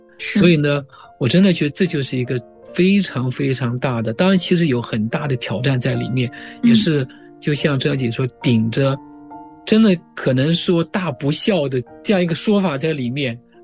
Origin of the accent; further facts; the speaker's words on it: China; moved away; 在中国农村的家乡，其实有很多的风俗、民俗